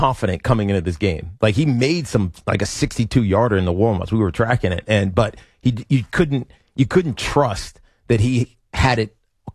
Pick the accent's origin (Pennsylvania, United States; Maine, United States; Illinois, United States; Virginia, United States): Virginia, United States; Roanoke; moved away; That's my hometown, Roanoke, Virginia.